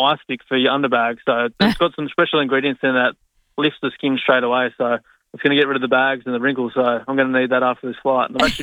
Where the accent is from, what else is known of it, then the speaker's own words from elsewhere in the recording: Dubbo, New South Wales, Australia; I'm from Dubbo